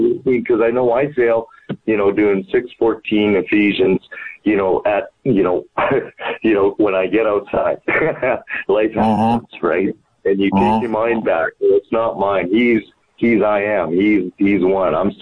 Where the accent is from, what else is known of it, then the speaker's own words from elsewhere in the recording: Alberta, Canada; And I'm from Alberta. You know what I mean? And I'm learning the ways here